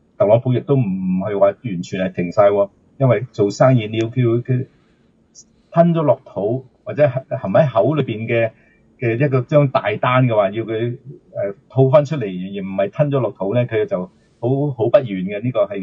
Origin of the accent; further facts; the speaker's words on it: China; 呢個係我哋中國人外交嗰方面幾時都保持有個禮節嘅。